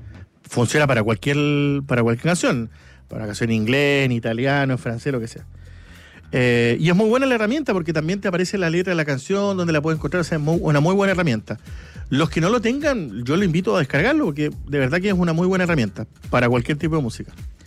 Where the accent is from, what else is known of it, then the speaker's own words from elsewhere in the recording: Chile; porque no me gusta el inglés, porque soy chileno y porque no me gusta la música en inglés.